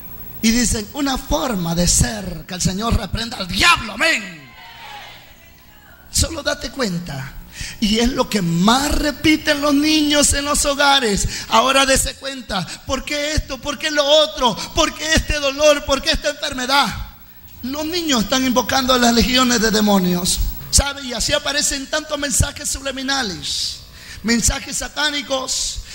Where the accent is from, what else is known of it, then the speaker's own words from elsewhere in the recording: Cojutepeque, Cuscatlán, El Salvador; born there; me lleva para la ciudad de Cojutepeque, donde yo nací.